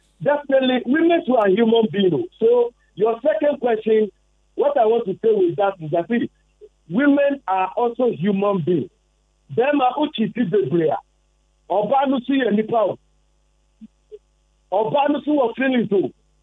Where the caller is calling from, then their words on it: Odumase Krobo, Eastern Region, Ghana; I'm calling from Odumo Sekrobo.